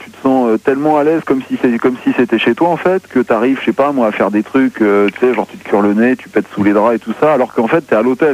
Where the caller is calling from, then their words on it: Paris, Île-de-France, France; J'appelle de Paris, 100.9 FM.